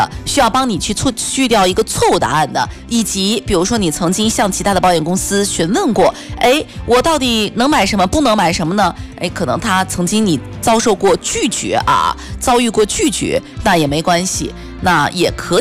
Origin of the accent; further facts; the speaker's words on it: Fujian, China; 我们福建人